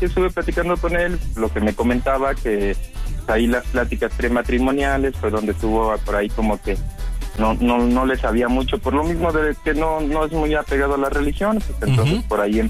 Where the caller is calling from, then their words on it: Querétaro, Mexico; Soy de aquí, de Querétaro